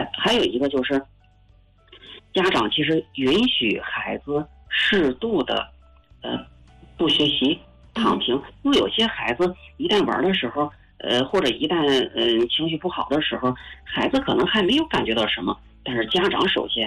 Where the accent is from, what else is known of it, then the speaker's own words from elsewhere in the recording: China; 你看我中国人啊，有的时候有那个皮肤饥渴症